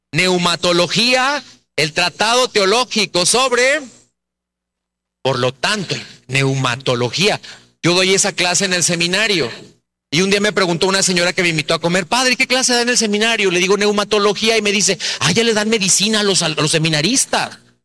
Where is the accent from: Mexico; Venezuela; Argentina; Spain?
Mexico; now in United States; Estados Unidos y especialmente aquí en esta diócesis, pero a veces veo la renovación carismática allá en mi país, en México, y especialmente en mi zona.